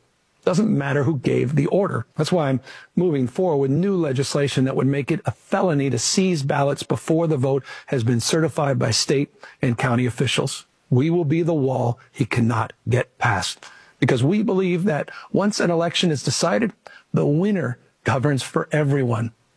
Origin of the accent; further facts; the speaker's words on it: San Francisco, California, United States; I come from San Francisco.